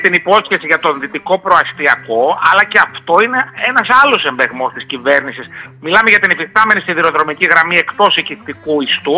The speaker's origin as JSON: {"language": "Greek", "town": "Thessaloniki", "region": "Central Macedonia", "country": "Greece", "said": "Έτσι είναι, θα είμαι στην πόλη μου. Θεωρώ ότι μπορώ να είμαι χρήσιμος για το ΠΑΣΟΚ και ότι χρειάζεται το ΠΑΣΟΚ περισσότερες φωνές στη Θεσσαλονίκη, ούτως ώστε να εκπροσωπηθούν οι πολίτες και τα πολλά προβλήματα της πόλης μας."}